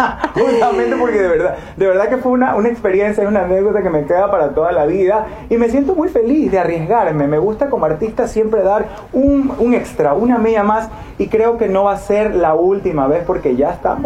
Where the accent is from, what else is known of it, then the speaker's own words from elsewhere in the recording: Ecuadorian coast, Ecuador; todo el equipo, incluyéndome, somos costeños.